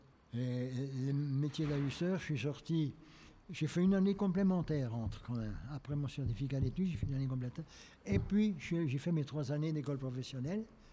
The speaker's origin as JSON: {"language": "French", "town": "Sommant", "region": "Bourgogne-Franche-Comté", "country": "France", "tie": "born there", "also_born_or_lived": "Chissey-en-Morvan", "said": "Après, on a déménagé, je suis allé à un tout petit village qui s'appelle Somant. Et ce petit village de Somant, là, je suis allé à l'école."}